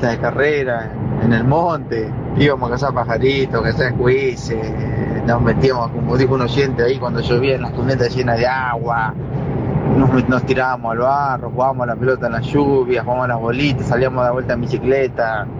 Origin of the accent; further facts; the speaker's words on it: Santa Fe, Argentina; de Santa Fe, tengo 33 años. Creo que soy de la última generación que creció sin tecnología.